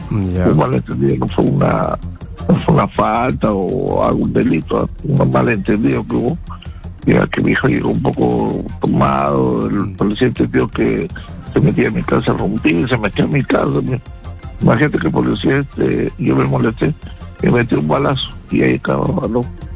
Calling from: Lima, Peru

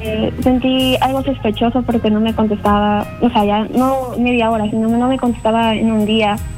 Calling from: Ica, Peru

